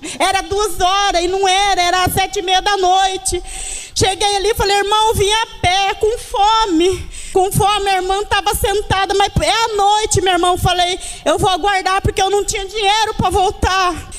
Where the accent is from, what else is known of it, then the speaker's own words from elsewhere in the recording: Sarandi, Brazil; pedi um favor para aquela abençoada ali conseguir uma carona para mim voltar, que eu sou de Sarandi.